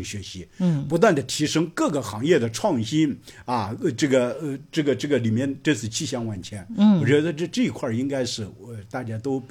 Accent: China

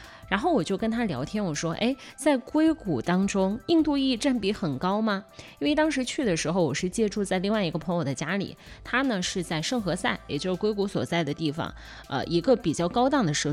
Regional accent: Kaifeng, Henan, China; moved away; 10点落地河南，然后开车回到我的老家开封。

